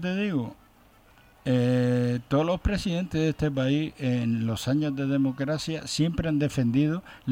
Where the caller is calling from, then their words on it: Spain; Yo como español